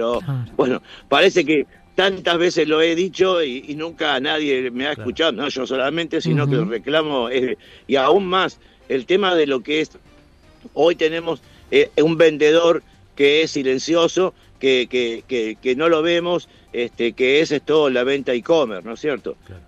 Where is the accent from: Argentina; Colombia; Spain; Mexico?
Argentina; yo soy argentino nato, entonces siempre tengo esperanza, ¿no es cierto?